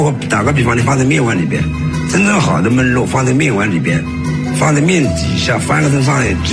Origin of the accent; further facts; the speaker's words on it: Suzhou, Jiangsu, China; 这是我们就是苏州人的，就是一种理念。